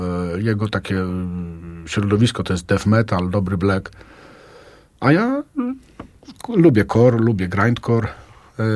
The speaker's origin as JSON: {"language": "Polish", "town": "Aleksandrów Łódzki", "region": "Łódź Voivodeship", "country": "Poland", "said": "Ja Ozorków, tymczasowo, że tak powiem, służbowo, bo ogólnie zawsze byłem, jestem i będę z Aleksandrowa Łódzkiego"}